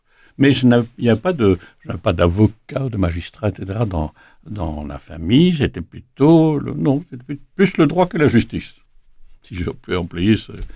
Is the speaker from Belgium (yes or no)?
yes; Liège, Wallonia, Belgium